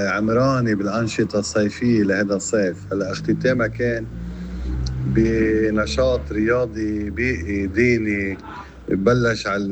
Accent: Akkar, Lebanon; accent: Akkari dialect; من عكار. اليوم بدي أحكي عن بلدة بأرزلة. نحن خلينا نقول بقرزلة، نحن بلهجتنا العكارية بنقول بأرزلة.

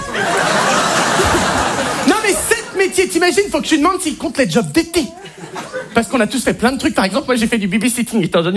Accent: Hauts-de-France, France; chez moi dans le Nord, c'est une tradition

